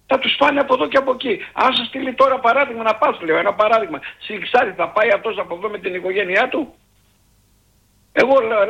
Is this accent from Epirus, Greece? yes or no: no; Kapnochori, Western Macedonia, Greece